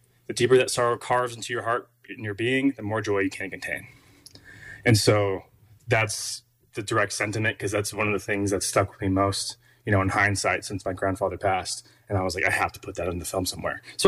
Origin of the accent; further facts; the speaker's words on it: New Mexico, United States; growing up in the Bosque there, like in the Southwest and in New Mexico